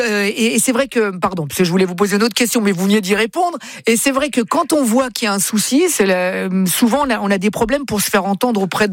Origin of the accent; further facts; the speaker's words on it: Italy; mais ça c'est les Italiens ça, et je suis italien moi, donc bon voilà, parfois même entre nous